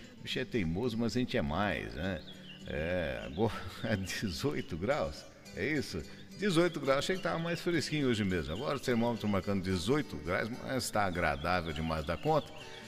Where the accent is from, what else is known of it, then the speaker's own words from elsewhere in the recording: Brazil; nós somos brasileiros